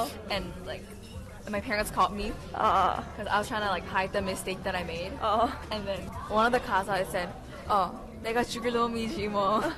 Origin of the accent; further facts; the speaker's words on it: South Korea; also born or lived in United States; from SFS, and I was born in the U.S., and I was mostly raised in Korea.